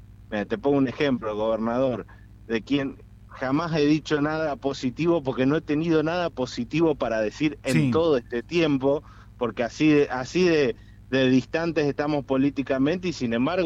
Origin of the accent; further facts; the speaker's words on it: Argentina; que la agenda nos una como argentinos